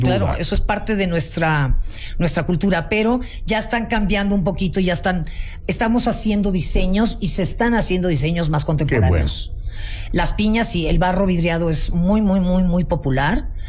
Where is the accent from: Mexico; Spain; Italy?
Mexico; Mexico City; México. En mi querida Ciudad de México.